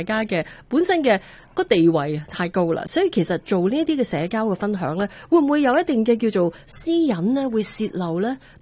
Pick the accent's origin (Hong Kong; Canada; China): Canada; 我们加拿大人是不热得的，我们过了太久的冬天了